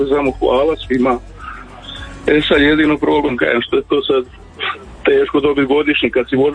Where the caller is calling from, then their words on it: Našice, Osijek-Baranja County, Croatia; ja sam iz Našica, imamo to Vata jezero Lapovac, evo tu se kupamo i to.